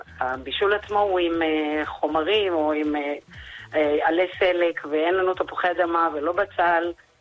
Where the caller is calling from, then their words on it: Shoham, Central District, Israel; אני משוהם